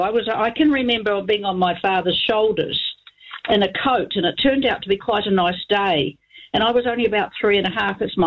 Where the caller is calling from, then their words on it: Crookston, Otago, New Zealand; I come from Crookston in West Otago.